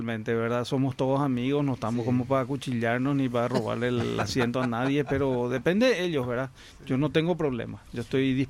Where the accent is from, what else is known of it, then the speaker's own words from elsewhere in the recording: Paraguay; siempre tuve el bichito de querer correr un mundial en mi país